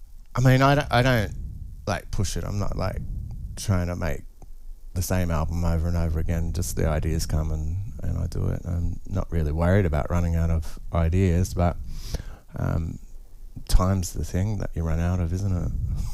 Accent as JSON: {"language": "English", "town": "Sydney", "region": "New South Wales", "country": "Australia", "tie": "born or raised there", "said": "No, in Sydney."}